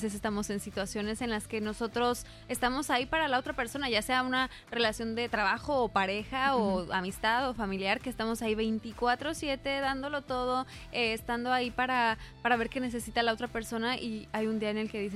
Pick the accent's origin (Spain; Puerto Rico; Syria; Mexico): Mexico; Irapuato, Guanajuato; moved away; yo soy de Irapuato